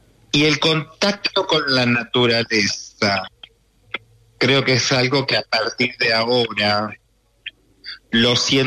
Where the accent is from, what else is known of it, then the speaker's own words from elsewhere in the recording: La Pampa, Argentina; vida anda bien, pero como sabes, también soy de La Pampa.